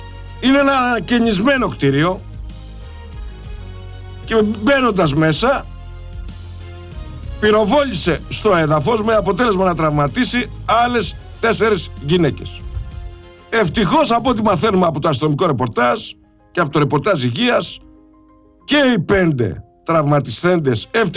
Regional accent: Sparta, Peloponnese, Greece; moved away; από την πατρίδα μου, τη Σπάρτη

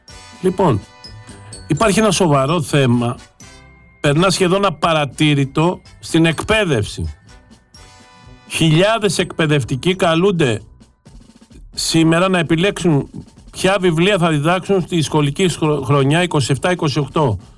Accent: Greece; Εγώ ως Έλληνας πολίτης

